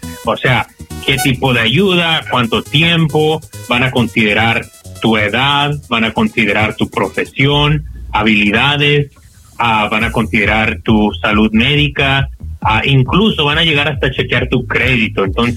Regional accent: Mexico; como todo mexicano, ¿verdad?

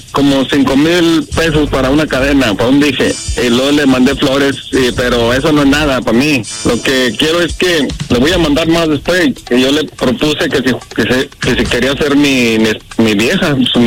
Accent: Torreón, Coahuila, Mexico; es de allá mismo, de Torreón, es de Torreón y yo soy de Torreón.

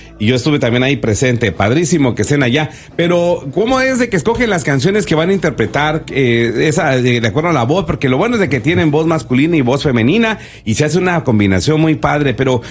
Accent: Mexico; moved away; yo que soy de México

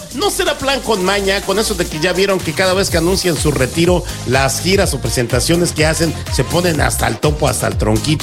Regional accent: Puebla, Mexico; No todos los que somos de Puebla somos así de infieles

